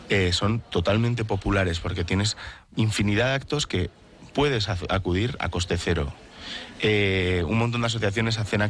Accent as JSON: {"language": "Spanish", "town": "Vitoria-Gasteiz", "region": "Basque Country", "country": "Spain"}